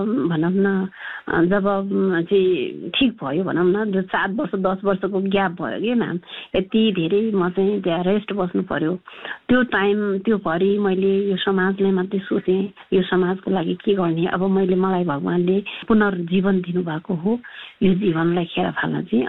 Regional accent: Gundu, Bhaktapur, Bagmati, Nepal; म जन्मेको थिएँ भक्तपुरको गुन्डु अहिले जहाँ फेमस नै छ गुन्डु भन्ने ठाउँ

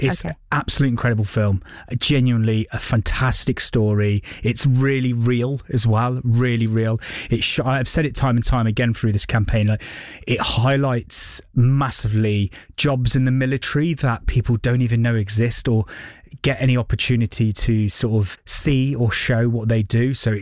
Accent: Ireland; and also I'm an Irishman, and I was in the Royal Irish Regiment

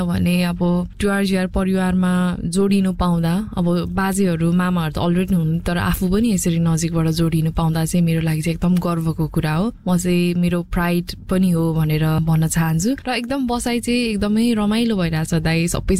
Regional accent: Koshi Province, Nepal; now in Brunei; म चाहिँ एउटा कलाकार हुँ र म चाहिँ सोलुखुम्बुबाट हुँ र अहिले हाल चाहिँ ब्रुनाईमा छु.

